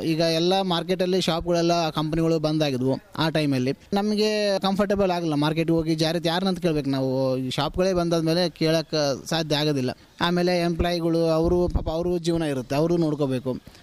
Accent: Chikkaballari, Karnataka, India; ನಾನು ಮೂಲತಃ ಬಳ್ಳಾರಿ ಜಿಲ್ಲೆ ಸಿರುಗುಪ್ಪ ತಾಲೂಕು ಚಿಕ್ಕಬಳ್ಳಾರಿ ಅಂತಕ್ಕಂಥ ಒಂದು ಸಣ್ಣ ಗ್ರಾಮದಿಂದ ಬಂದಿರತಕ್ಕಂಥ ನನ್ನ ಫ್ಯಾಮಿಲಿ

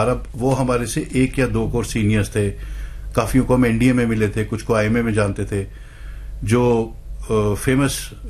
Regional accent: Rohtak, Haryana, India; मैं रोहतक का रहने वाला हूँ

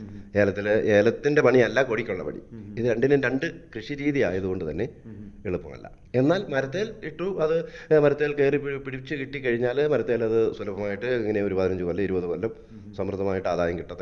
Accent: Kerala, India; എരുളഞ്ചാല് പ്രദേശത്ത് ഞങ്ങളുടെ നാട്ടിലുണ്ടായിരുന്നത്.

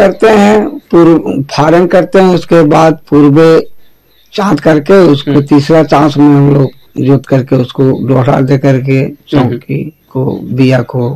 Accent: Hazaribagh district, Jharkhand, India; प्रखंड कटकम संडे जिला हजारीबाग के रहने वाले हूँ।

